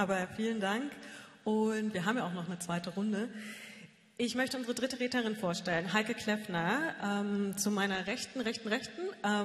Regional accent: Wernigerode, Saxony-Anhalt, Germany; moved away; Mich hat vor 20 Jahren das Thema rechte Gewalt aus Wernigerode weggebracht, meine Heimat.

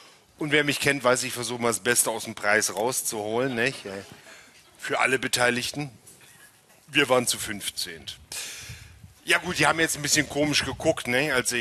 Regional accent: Magdeburg, Saxony-Anhalt, Germany; Fallen mir als Magdeburger ein paar Brücken ein, nicht?

